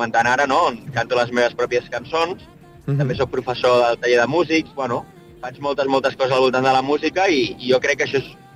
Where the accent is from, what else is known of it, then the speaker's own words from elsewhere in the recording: Vidreres, Catalonia, Spain; sóc un noi de Vidreres que porta tota la vida fent música